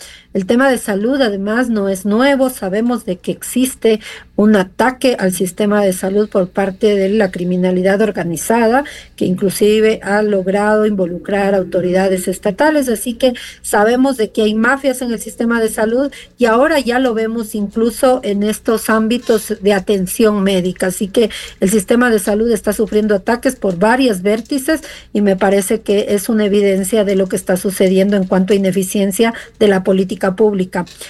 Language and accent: Spanish; Ecuador